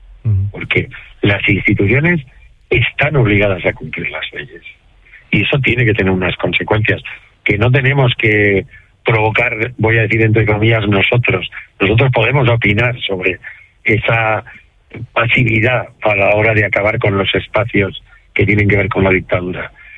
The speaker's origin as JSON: {"language": "Spanish", "region": "Navarre", "country": "Spain", "tie": "born there", "said": "Y porque cuando yo nací en Navarra, iba los veranos a Pereje"}